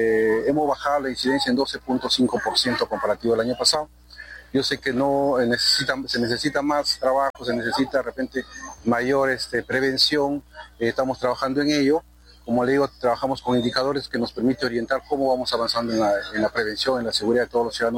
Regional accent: Peru; este es ese fervor patriótico que siempre nos identifica, ¿no? Como peruanos.

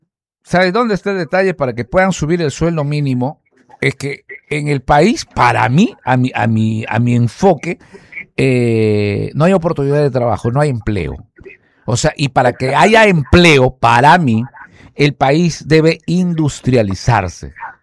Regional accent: Peru; born there; porque somos en el Perú, nacimos en el Perú, amamos al Perú

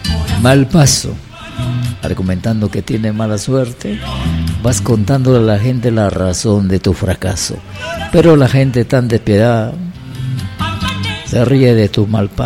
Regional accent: Peru; y como buenos peruanos orgullosos de difundir nuestra música

